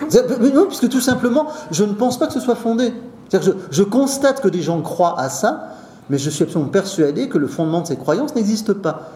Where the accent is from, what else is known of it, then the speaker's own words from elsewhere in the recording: France; je viens de France.